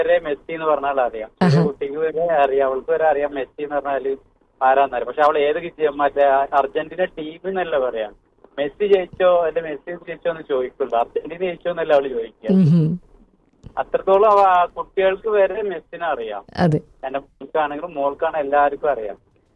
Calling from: Ajman, United Arab Emirates; അജ്മാലിനാണ് വിളിക്കുന്നത്.

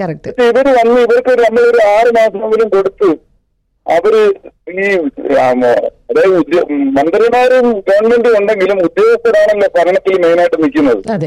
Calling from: Kollam, Kerala, India; കൊല്ലത്ത്.

